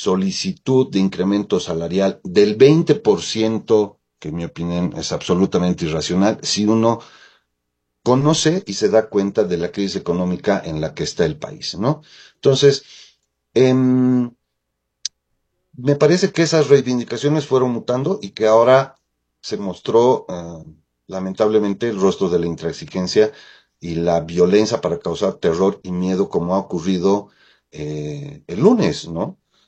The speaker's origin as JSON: {"language": "Spanish", "country": "Bolivia"}